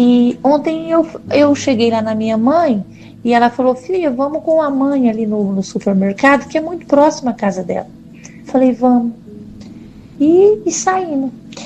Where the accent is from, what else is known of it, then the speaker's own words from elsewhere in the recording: Minas Gerais, Brazil; Eu vou tentar voltar para minha terra, sou de Minas.